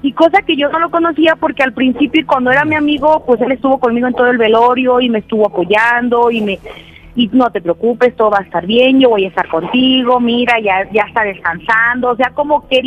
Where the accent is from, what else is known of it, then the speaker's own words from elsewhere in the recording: Morelia, Michoacán, Mexico; yo soy originaria de Michoacán, de Morelia, pero ahorita vivo aquí en el Estado de México.